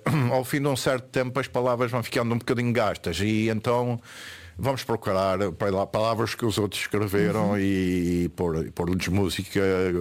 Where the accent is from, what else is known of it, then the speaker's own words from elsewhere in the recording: Portugal; born there; da minha terra, portanto, da relva, okay, da freguesia onde eu nasci.